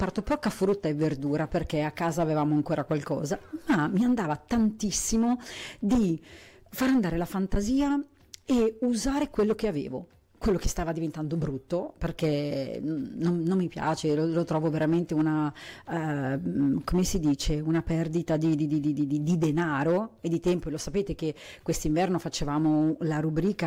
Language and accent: Italian; northern Italy, Italy; anch'io che sono una polentona, non mi va più di mettermi a cucinare alle 7